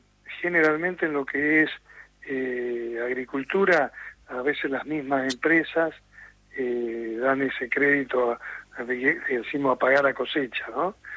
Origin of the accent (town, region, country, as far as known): Argentina